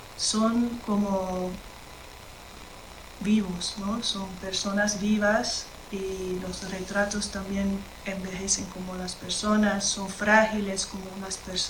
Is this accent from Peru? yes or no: no; Amsterdam, North Holland, Netherlands; now in London, United Kingdom; soy artista plástica, vivo en Londres ahora, pero soy originalmente de Ámsterdam, de Holanda